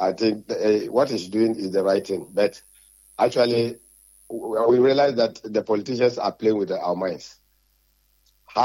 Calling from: Fijai, Western Region, Ghana; calling from Fijai.

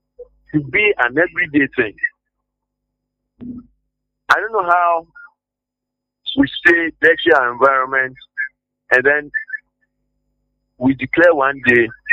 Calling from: Ghana; I'm calling from Addis Ababa Street Junction.

